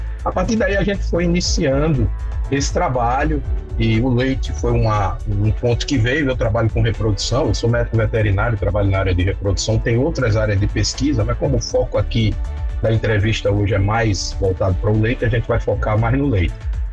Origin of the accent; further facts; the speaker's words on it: Northeast Region, Brazil; Eu sou do Nordeste